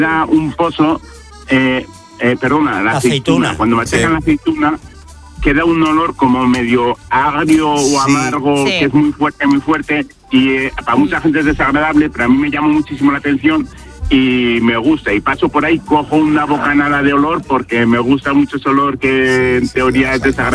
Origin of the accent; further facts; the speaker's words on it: Pamplona, Navarre, Spain; poco especial, pero yo soy de Pamplona, mi mujer es de Arjona, un pueblo estupendo de Jaén